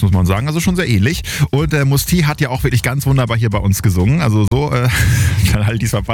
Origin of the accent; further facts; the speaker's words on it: Germany